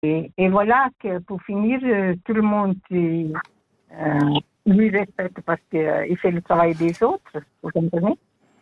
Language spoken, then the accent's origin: French; Italy; French is a second language; now in Switzerland; après qu'on a passé toute une vie en Suisse, mes étrangers, moi je suis italienne